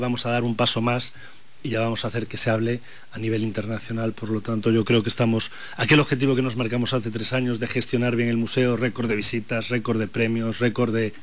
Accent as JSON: {"language": "Spanish", "region": "Galicia", "country": "Spain", "said": "como gallegos que fuimos pueblo emigrante, hay que recibir a todo el mundo de la mejor forma posible"}